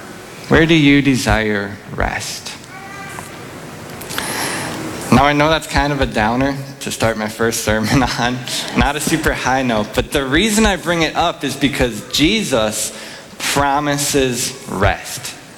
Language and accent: English; Wausau, Wisconsin, United States; And so obviously we went to my hometown, Wausau.